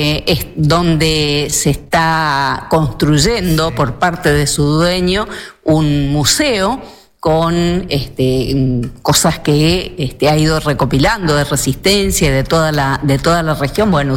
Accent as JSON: {"language": "Spanish", "town": "Presidencia Roque Sáenz Peña", "region": "Chaco", "country": "Argentina", "said": "un compoblano mío, sanespeñense"}